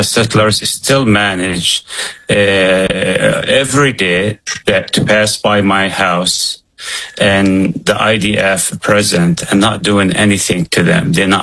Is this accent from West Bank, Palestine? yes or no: yes; Kusra, West Bank, Palestine; born or raised there; now in United States